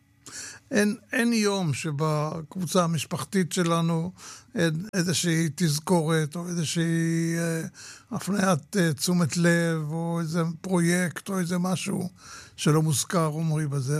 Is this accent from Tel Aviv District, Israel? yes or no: yes; Tel Aviv, Tel Aviv District, Israel; born there; moved away as an adult; also born or lived in Golan Heights; אני גרתי בתל אביב, נולדתי בתל אביב